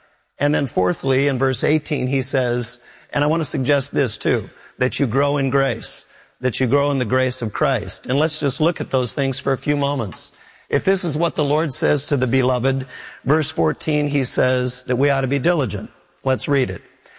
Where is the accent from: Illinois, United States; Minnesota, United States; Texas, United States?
Minnesota, United States; Minneapolis; from a dear man who I grew up with in Minneapolis.